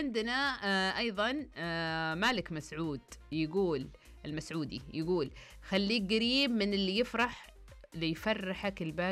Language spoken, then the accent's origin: Arabic; Riyadh, Riyadh Province, Saudi Arabia; فكان عندنا في الرياض يعني في نجد، فالكل يتكلم نجدي.